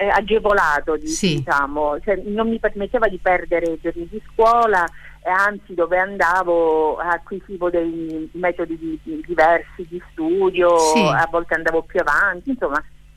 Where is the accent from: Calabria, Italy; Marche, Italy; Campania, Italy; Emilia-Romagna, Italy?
Calabria, Italy; Cosenza; born there; Sì, sono nata a Cosenza.